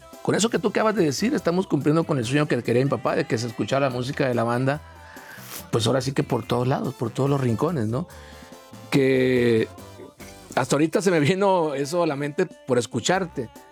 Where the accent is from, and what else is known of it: Mexico